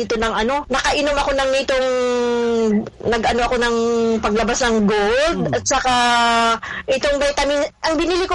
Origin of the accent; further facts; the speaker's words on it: Bacoor, Cavite, Philippines; now in Hong Kong; Taga Molino Bacoa ako. Tapos, nandito ko ngayon sa Hong Kong. DH ako dito.